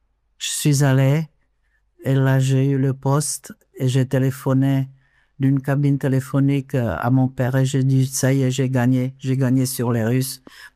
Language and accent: French; Czechia; French is a second language; moved away as an adult; also born or lived in Prague; now in France